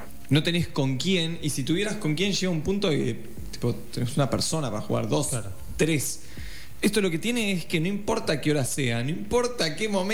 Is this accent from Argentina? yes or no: yes; Argentina; Creo que soy ese argentino en el medio de la TAM.